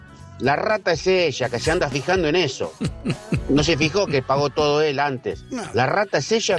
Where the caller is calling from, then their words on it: Ramos Mejía, Buenos Aires Province, Argentina; de Raba Mejía.